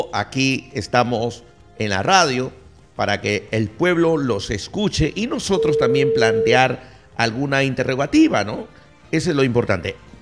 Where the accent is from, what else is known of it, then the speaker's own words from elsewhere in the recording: Olmos, Lambayeque, Peru; para todos nosotros los olmanos